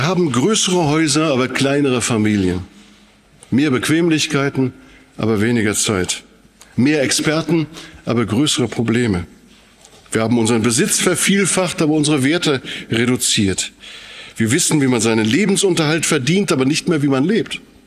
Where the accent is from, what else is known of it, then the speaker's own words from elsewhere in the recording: North Rhine-Westphalia, Germany; Bei uns im Sauerland, wo wir drei herkommen, Da hat man früher manchmal gesagt und vielleicht heute auch noch manchmal, wenn das unsere Oma noch wüsste.